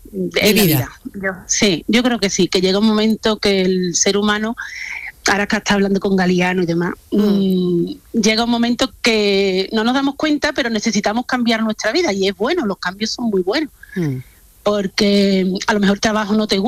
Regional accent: Seville, Andalusia, Spain; now in Germany; Yo soy de Sevilla.

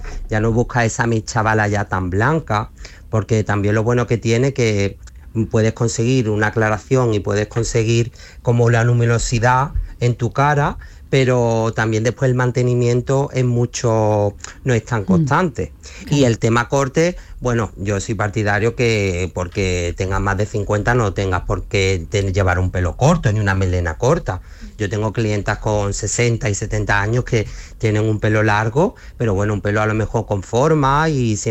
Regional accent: Málaga, Andalusia, Spain; Yo soy del Puerto de la Torre, donde tengo mi salón

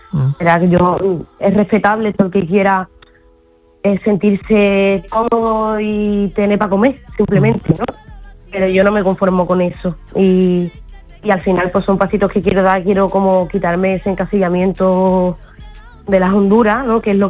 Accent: Jerez de la Frontera, Andalusia, Spain; moved away; que sea en Jerez, pues me parece también una oportunidad increíble, porque como es mi tierra

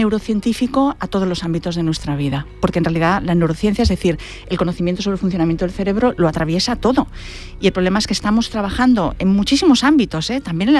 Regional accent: Barcelona, Catalonia, Spain; De Barcelona, de Barcelona

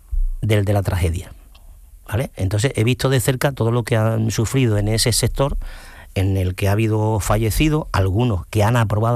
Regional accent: Ubrique, Andalusia, Spain; mi pueblo, en Ubrique

